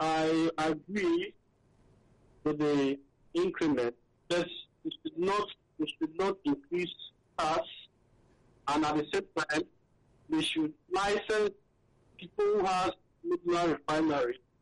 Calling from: Kenya; from Kenya.

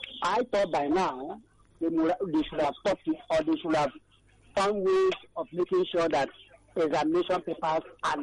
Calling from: Nigeria; I'm calling from Abarangeni.

